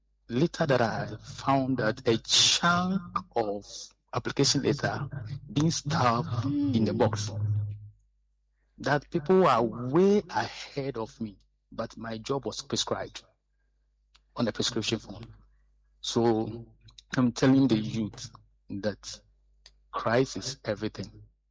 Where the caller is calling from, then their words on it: Tema, Greater Accra, Ghana; I'm calling from Tema.